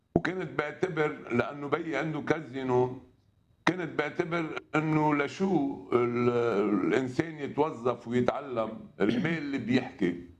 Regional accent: Lebanon; ولاني جاي من خلفيه سياسيه بلبنان، انا حزب لبناني

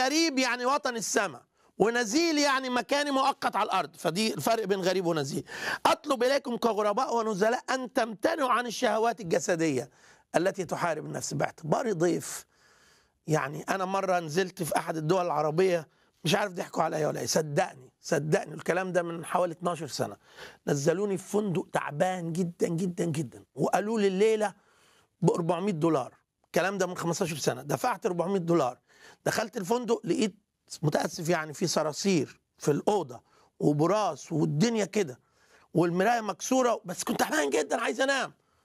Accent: Egypt; أنا باسبوري مصري

